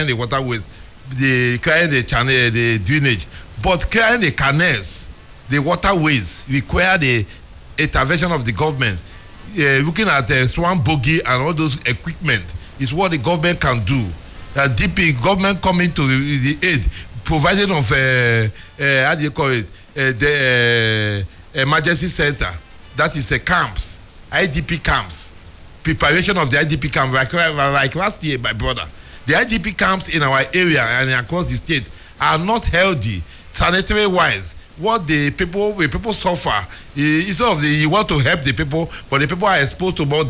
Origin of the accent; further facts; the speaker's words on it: Rivers, Nigeria; I'm from Awada East